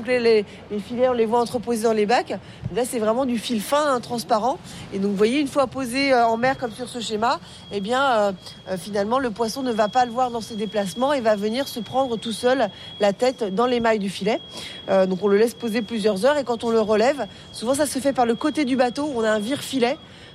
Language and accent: French; Brittany, France; On dit le bao, sinon chez nous en Bretagne.